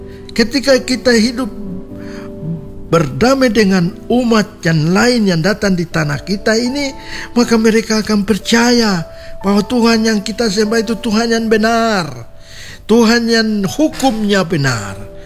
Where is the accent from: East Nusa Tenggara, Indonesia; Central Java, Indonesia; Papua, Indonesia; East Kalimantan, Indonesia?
Papua, Indonesia; kita orang Papua